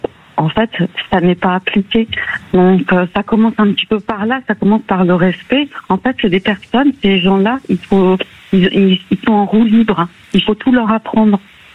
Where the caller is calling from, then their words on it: Montpellier, Occitanie, France; je vous appelle de Montpellier